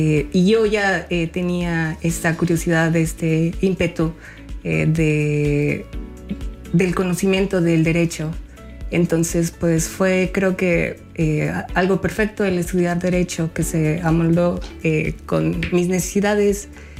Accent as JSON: {"language": "Spanish", "country": "Mexico"}